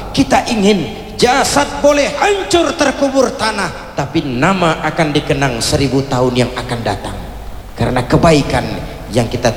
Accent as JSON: {"language": "Indonesian", "country": "Indonesia", "said": "di negeri ini kita dilahirkan, udara negeri ini yang kita hirup, air negeri ini yang kita minum."}